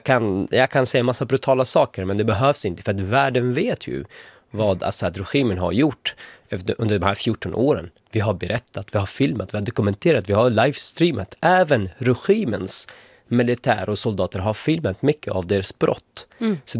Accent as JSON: {"language": "Swedish", "country": "Syria", "said": "och det tillbringar oss någon form av frid som man behöver som syrier som har lidit i 14 år"}